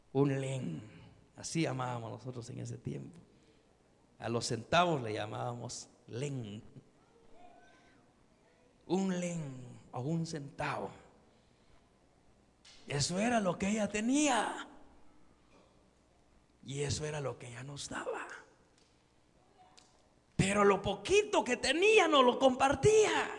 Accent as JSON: {"language": "Spanish", "country": "Guatemala", "tie": "born there", "said": "decían allá en mi pueblo"}